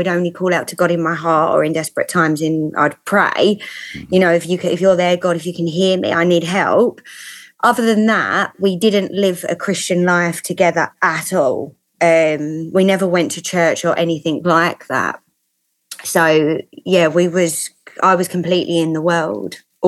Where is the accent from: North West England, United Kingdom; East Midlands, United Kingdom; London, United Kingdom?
London, United Kingdom; accent: London; I'm a Southeast Londoner.